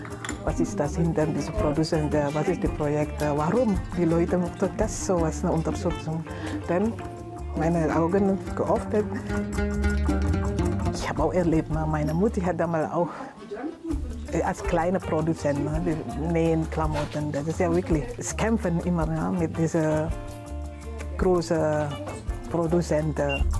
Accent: Indonesia; German is a second language; moved away as an adult; now in Chemnitz, Germany; Ich komme ursprünglich aus Indonesien. Ich bin seit 2004 in Kemetli.

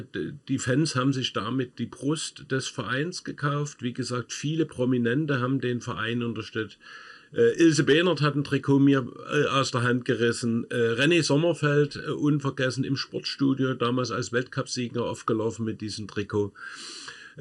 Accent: Dresden, Saxony, Germany; Also ich bin gebürtiger Dresdner, bin 68 in Dresden geboren.

